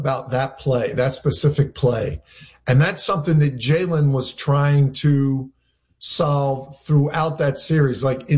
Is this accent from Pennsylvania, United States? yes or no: yes; Philadelphia, Pennsylvania, United States; moved away; I'm from Philly.